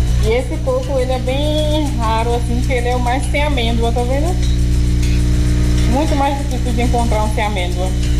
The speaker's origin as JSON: {"language": "Portuguese", "town": "Ituberá", "region": "Bahia", "country": "Brazil", "tie": "born or raised there", "said": "Aqui é o quintal da minha avó, o lugar onde eu nasci e me criei aqui."}